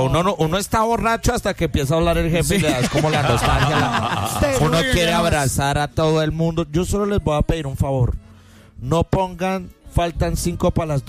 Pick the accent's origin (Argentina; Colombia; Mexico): Colombia; Somos todos los colombianos